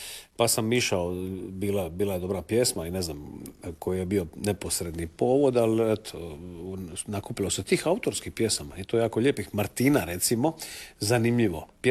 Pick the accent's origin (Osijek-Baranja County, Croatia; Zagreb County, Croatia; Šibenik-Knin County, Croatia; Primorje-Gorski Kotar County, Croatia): Šibenik-Knin County, Croatia; Tribunj; Ja sam se družil sa Zarepčancima još dok sam bil mali v Tribunju.